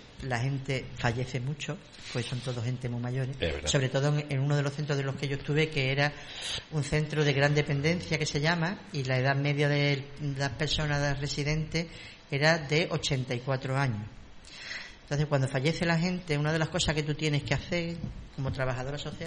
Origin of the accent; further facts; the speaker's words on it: Cádiz, Andalusia, Spain; born there; now in Sanlúcar de Barrameda, Spain; Yo nací en Cádiz.